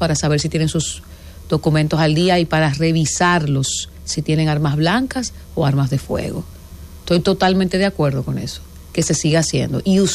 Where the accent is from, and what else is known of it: Dominican Republic